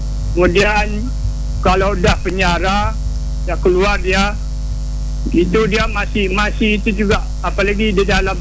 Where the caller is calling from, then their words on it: Bengkalis, Riau, Indonesia; dari Bengkalis.